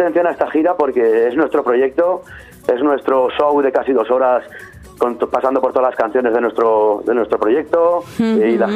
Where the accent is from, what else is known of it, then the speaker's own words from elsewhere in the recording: Aragon, Spain; accent: maño, cerrado; Yo tengo acento maño y además cerrado